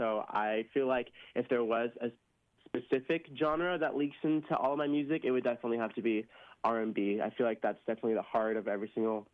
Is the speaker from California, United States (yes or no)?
yes; San Diego, California, United States; I grew up on a lot of different genres of music. I'm from San Diego, California, so we're blasting R&B down here, reggae, rock, everything under the sun.